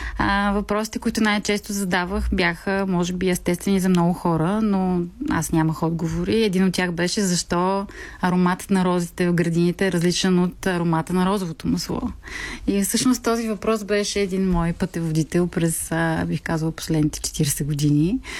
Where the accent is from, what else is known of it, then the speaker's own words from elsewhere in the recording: Kazanlak, Stara Zagora Province, Bulgaria; born there; Родена съм в града на … както обичам да казвам, за моя радост, в семейство розопроизводители.